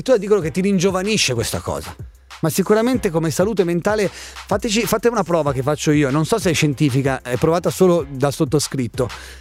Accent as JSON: {"language": "Italian", "town": "Bresso", "region": "Lombardy", "country": "Italy", "said": "Vengo da Bresso. A Bresso ho la mia casetta con un piccolissimo giardino"}